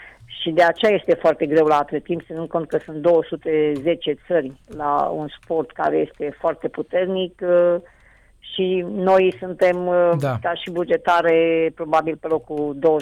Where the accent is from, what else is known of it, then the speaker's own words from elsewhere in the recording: Romania; Noi ne împotrivim ca și români